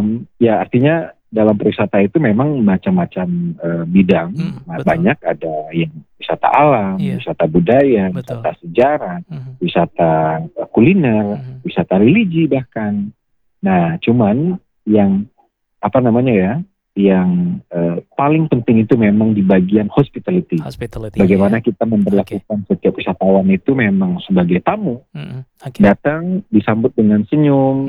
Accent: West Sumatra, Indonesia; adat besandi sarak, sarak besandi kita dulu itu memang kayak pedoman hidup kita orang Minang.

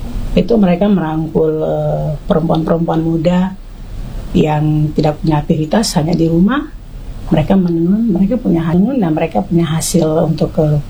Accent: Southwest Papua, Indonesia; Karena saya, Bu Mama ini perempuan Mebrat. Marga saya memang orang Jayapura. Saya, Bu Mama orang Mebrat. Hari-hari hidup dengan keluarga besar Mama.

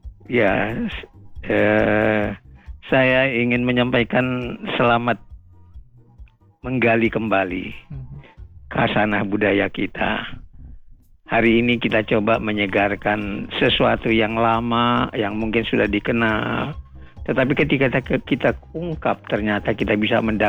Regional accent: North Sumatra, Indonesia; saya adalah berasal dari Angkola, Tapanuli Selatan

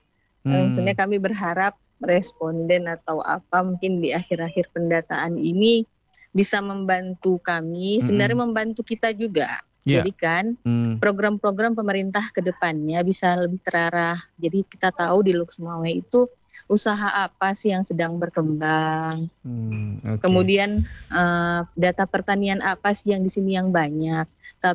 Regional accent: Aceh, Indonesia; Aceh Krukuh, saya dari Krukuh.

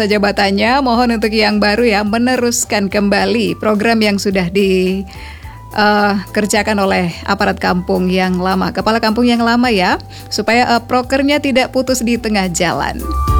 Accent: Papua, Indonesia; kita warga masyarakat Kepulauan Yapen

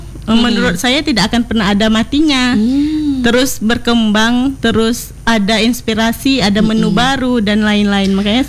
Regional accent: North Sumatra, Indonesia; now in Pekanbaru, Indonesia; Iya, saya berasal dari Medan, yaitu dari Kabupaten Batubara.

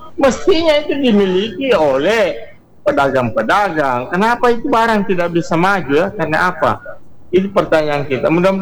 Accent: Palu, Central Sulawesi, Indonesia; Kita kok hidup di Ujuna sih, itu kita besar di Ujuna.

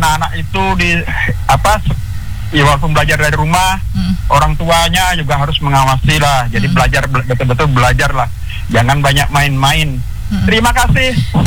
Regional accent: Kutai Barat, East Kalimantan, Indonesia; Sementara kami dari Kutai Barat ini mau ke Samarinda hanya melewati satu kabupaten

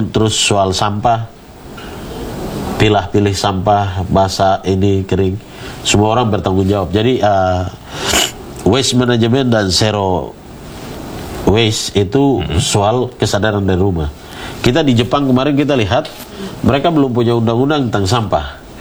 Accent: Papua, Indonesia; Nah, kita Papua ini, kita jaga, kita punya hutan, tapi kenapa kita tidak dapat jasa itu?

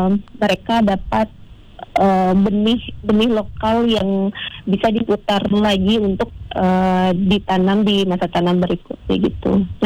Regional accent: Makassar, South Sulawesi, Indonesia; Halo Pak Wibi, saya juga dari Makassar.

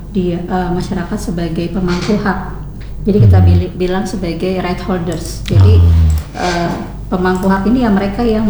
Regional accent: Sulawesi, Indonesia; Dari Sulawesi.

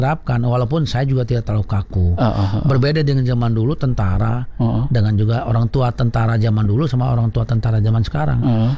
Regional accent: North Sumatra, Indonesia; sebagai prajurit TNI dengan latar belakang orang Batak

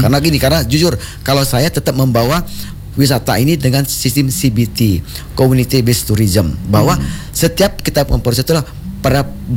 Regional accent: Lampung, Indonesia; also born or lived in Tanggamus; kita orang Lampung

